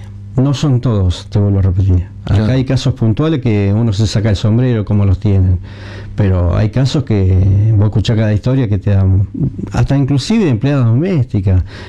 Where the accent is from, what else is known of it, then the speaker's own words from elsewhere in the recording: Casilda, Santa Fe, Argentina; los verdaderos dueños somos los ciudadanos de Casilda.